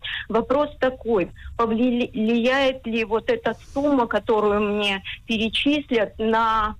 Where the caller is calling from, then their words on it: Haifa, Haifa District, Israel; из Хайфы. Мне сейчас 69 лет.